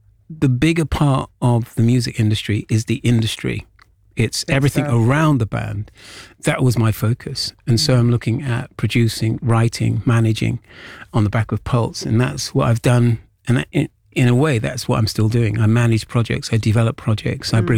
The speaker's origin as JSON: {"language": "English", "town": "Birmingham", "region": "West Midlands", "country": "United Kingdom", "said": "I'm from Birmingham."}